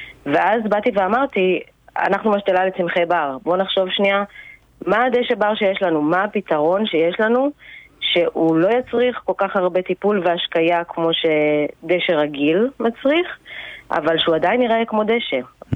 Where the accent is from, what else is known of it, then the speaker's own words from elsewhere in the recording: Haifa District, Israel; הבית ספר של הילדות שלי, בחוף הכרמל